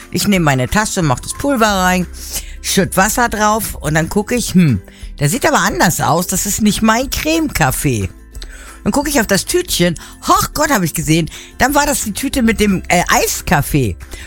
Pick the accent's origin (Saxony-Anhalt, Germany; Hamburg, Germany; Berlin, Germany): Hamburg, Germany; ich bin ein Hamburger Dern